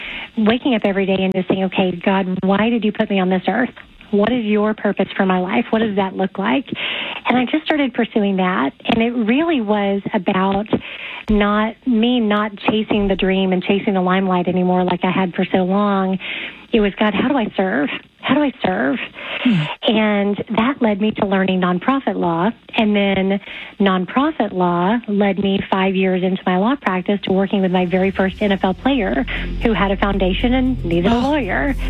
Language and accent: English; Oklahoma, United States; growing up in Oklahoma, it's the Bible Belt.